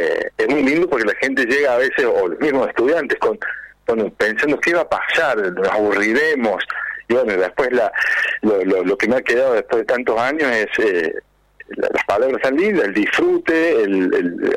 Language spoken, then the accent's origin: Spanish; Córdoba, Argentina; yo soy de provincia de Córdoba, pero hago giras por provincia de Santa Fe, Buenos Aires.